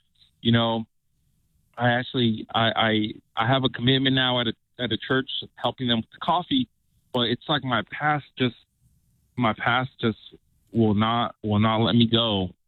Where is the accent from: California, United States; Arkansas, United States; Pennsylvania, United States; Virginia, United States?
California, United States; moved away as an adult; also born or lived in Mississippi; now in Morgan Hill, United States; I had to leave my hometown. I left my hometown. I moved three states away I moved from California to Mississippi, you know, just trying to be safe. And I was in Mississippi for a couple of years